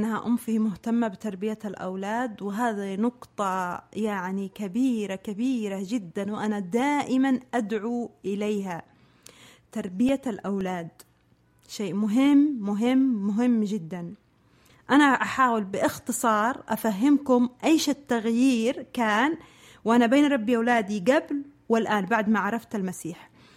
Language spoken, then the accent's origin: Arabic; Yemen; ومعروفة هذه الكلمة عندنا في اليمن